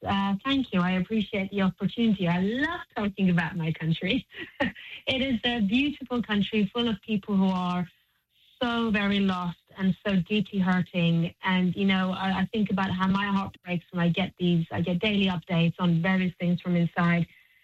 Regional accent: Iran; moved away; I grew up in Iran. I went to school in Iran.

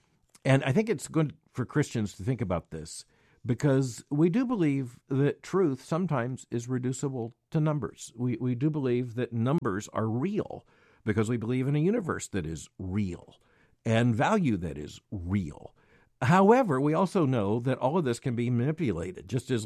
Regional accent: United States

